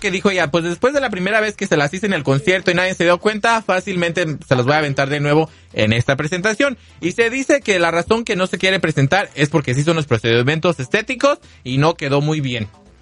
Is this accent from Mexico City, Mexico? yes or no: no; Valle de Santiago, Guanajuato, Mexico; De Lagunilla de Mogotes, municipio de Valle de Santiago, Guanajuato, México.